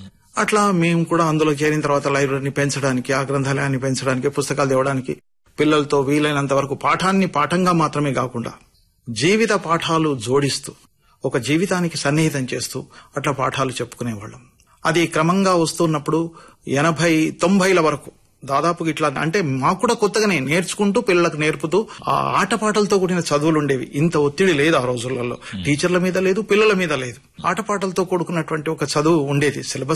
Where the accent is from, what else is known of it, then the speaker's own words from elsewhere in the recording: Kamareddy, Telangana, India; కామారెడ్డి అప్పుడు అది ఉమ్మడి నిజామాబాద్ జిల్లాలో ఉండేది. అట్లాంటి కుటుంబంలో పుట్టిన తర్వాత 10వ తరగతి తర్వాత చదువుకునే అవకాశం లేదు నాకు, ఎందుకంటే మా కుటుంబ పరిస్థితులు.